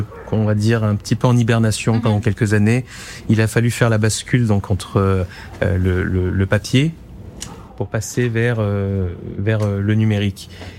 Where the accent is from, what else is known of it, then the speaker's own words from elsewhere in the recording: Valence, Auvergne-Rhône-Alpes, France; disons que j'ai un petit peu grandi dans les structures de la communauté arménienne, je suis de Valence à la base.